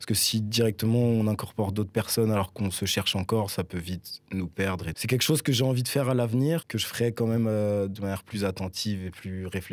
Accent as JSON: {"language": "French", "town": "Nancy", "region": "Grand Est", "country": "France", "moved": "yes", "said": "je viens de Nancy de base"}